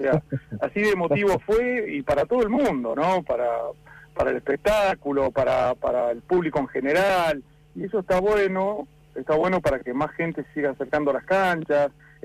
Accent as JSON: {"language": "Spanish", "town": "Comodoro Rivadavia", "region": "Chubut", "country": "Argentina", "said": "nosotros somos patagónicos y somos comodorenses, por sobre todas las cosas"}